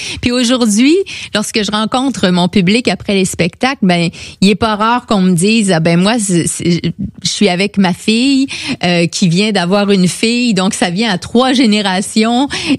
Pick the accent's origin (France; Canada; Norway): Canada; Quebec; comme on dit chez nous au Québec.